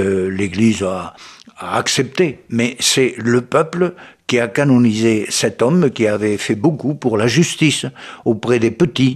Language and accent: French; Brittany, France; Chez nous, en Bretagne, nous avons Saint Salomon